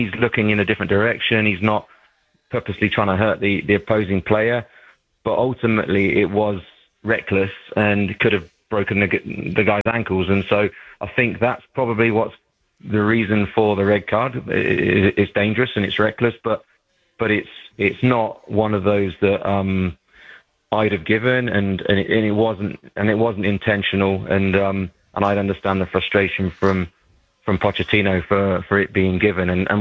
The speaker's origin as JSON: {"language": "English", "region": "England", "country": "United Kingdom", "moved": "yes", "said": "Yeah, as an Englishman"}